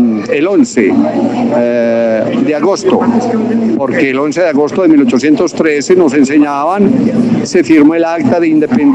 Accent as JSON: {"language": "Spanish", "region": "Antioquia", "country": "Colombia"}